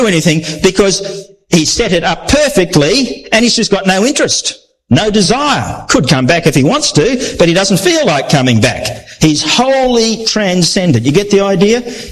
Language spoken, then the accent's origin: English; Australia; I'm Australian